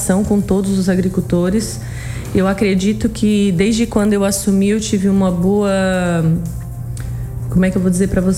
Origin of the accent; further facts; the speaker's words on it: Araranguá, Santa Catarina, Brazil; Eu sou do município de Araranguá, né?